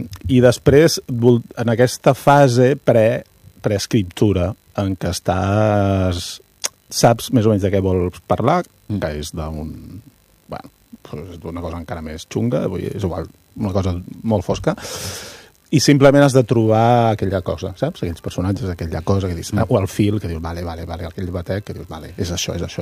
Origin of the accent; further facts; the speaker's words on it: Taradell, Catalonia, Spain; Sí, és d'on jo soc de Taradell, eh?